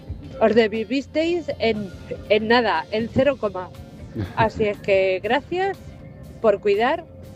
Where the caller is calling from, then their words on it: Leganés, Community of Madrid, Spain; de Leganés.